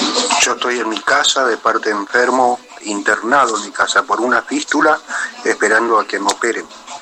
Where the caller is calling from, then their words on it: Oliveros, Santa Fe, Argentina; Soy de Olivero, provincia de Santa Fe, departamento Iriondo.